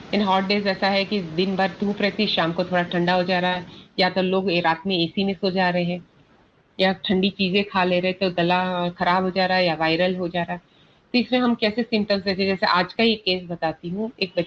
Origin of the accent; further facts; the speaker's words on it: Raipur, Chhattisgarh, India; मैं छत्तीसगढ़ रायपुर से हूँ, तो वहाँ पे PMT एग्ज़ाम होती है मेडिसिन के लिए।